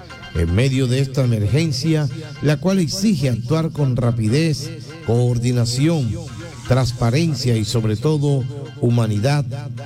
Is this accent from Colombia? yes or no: yes; Colombia; Somos colombianos, somos un pueblo trabajador, valiente, solidario y resiliente.